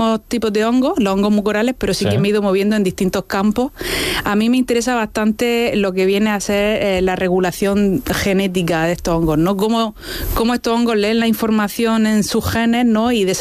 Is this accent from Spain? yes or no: yes; Region of Murcia, Spain; moved away as an adult; Y después de unos años fuera, pues yo soy murciana y me apetecía venir a casa.